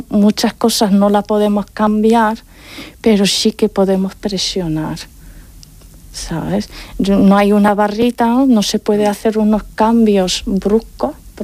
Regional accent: Morocco; la facultad, muchas veces no creían que soy marroquí.

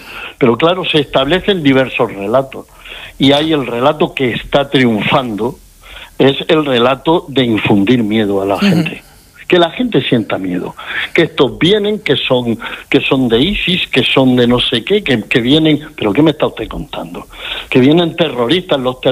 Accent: Spain; yo soy español y soy ciudadano europeo

